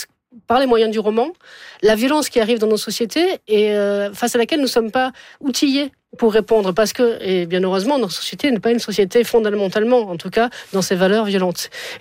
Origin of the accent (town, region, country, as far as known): Montpellier, Occitanie, France; born there